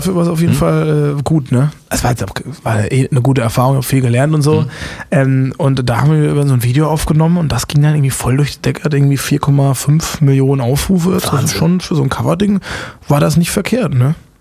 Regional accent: Busenbach, Baden-Württemberg, Germany; born or raised there

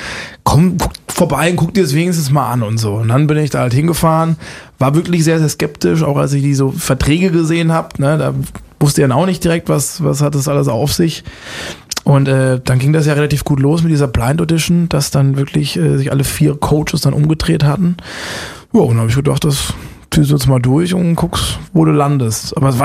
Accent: Busenbach, Baden-Württemberg, Germany; born or raised there

